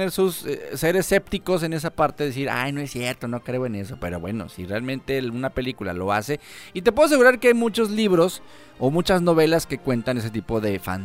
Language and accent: Spanish; Mexico; Lo que uno podrá decir como mexicano, seguramente fue a Veracruz, a Catemaco.